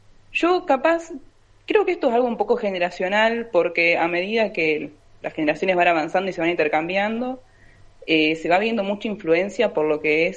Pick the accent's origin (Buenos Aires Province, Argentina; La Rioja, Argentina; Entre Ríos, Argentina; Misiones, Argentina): Entre Ríos, Argentina; Concordia; yo de chica recibí mucha influencia por los carnavales de Concordia, las comparsas. Estuvimos muy involucrados cuando yo era muy chica